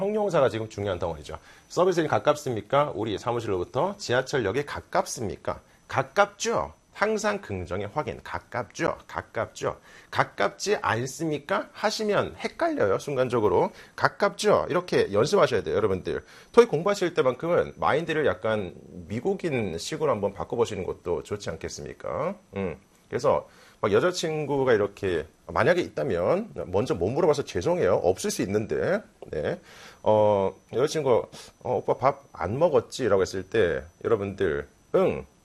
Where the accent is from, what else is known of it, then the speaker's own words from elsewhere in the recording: South Korea; 우리는 한국인이니까.